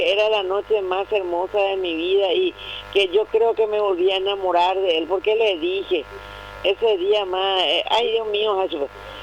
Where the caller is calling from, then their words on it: Paraguay; amamos esta bendita tierra paraguaya, porque yo amo tanto mi tierra